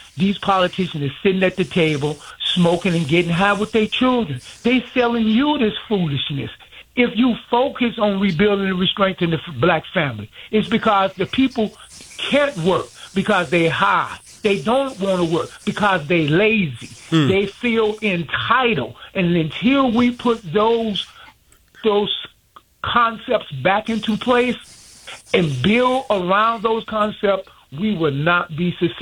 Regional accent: Chicago, Illinois, United States; When I grew up in the Chatham area, you have black liquor stores and black taverns.

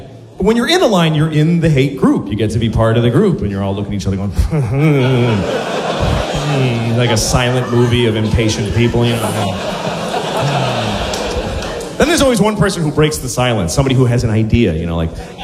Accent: Boston, Massachusetts, United States; because I grew up in Boston, and in Boston, people just beat each other for no reason.

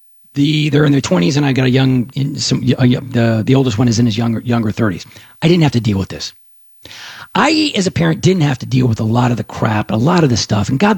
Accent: Dallas, Texas, United States; growing up in Dallas, and Houston didn't have 7-Elevens, maybe at least not back in the day.

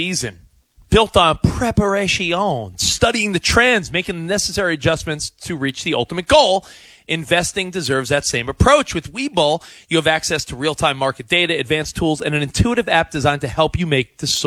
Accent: New York, United States; I'm from New York. My wife's from Texas

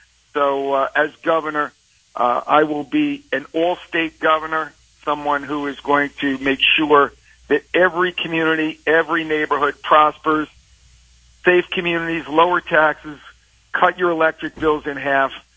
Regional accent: New York, United States; That will not happen, even though I'm from Long Island.

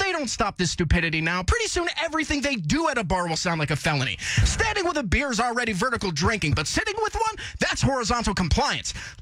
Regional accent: United States; as an American, I understand.

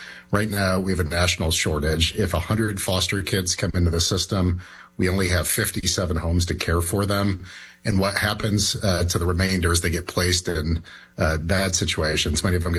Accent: Idaho, United States; I'm from Idaho as well, so we're neighbors, Glenn.

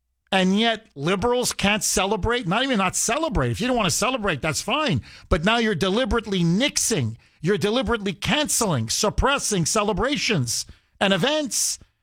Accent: United States

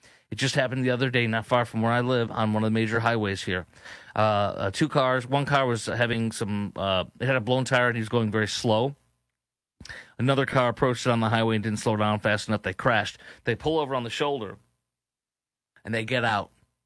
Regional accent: Chicago, Illinois, United States; terrorists from Chicago, Sanctuary State, my hometown

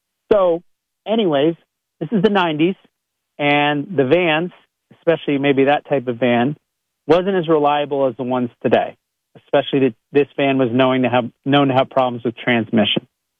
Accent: Ontario, Canada; now in Lancaster County, Pennsylvania, United States; I'm from Eastern Ontario, Canada. So like I live in Lancaster County now, and driving from Lancaster County to say Pittsburgh is like the equivalent of driving from my hometown to the big city of Toronto.

